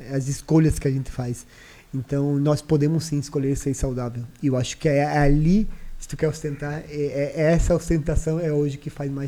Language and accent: Portuguese; Dionísio, Minas Gerais, Brazil; moved away; Sou de Dionísio, né?